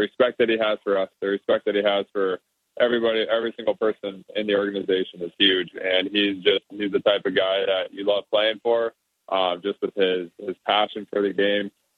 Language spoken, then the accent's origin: English; Colorado, United States; growing up in Colorado.